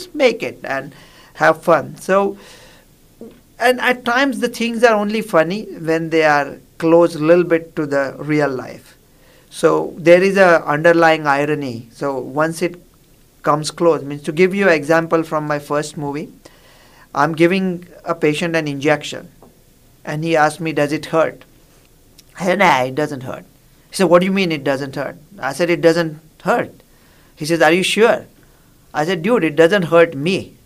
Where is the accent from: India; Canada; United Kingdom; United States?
India; I grew up in India